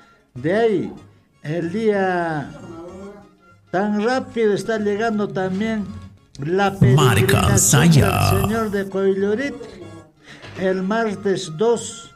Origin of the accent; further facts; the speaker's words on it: Peru; Eso somos el pueblo peruano.